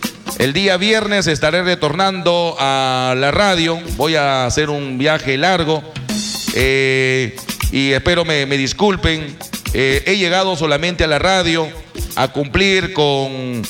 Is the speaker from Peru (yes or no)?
yes; Negritos, Piura, Peru; born there; Yo soy nacido en Negritos, soy negriteño de nacimiento. Nací en el Hospital San José de Negritos. Gracias a mis padres que vinieron desde muy lejos. Se asentaron en Negritos, en la capilla.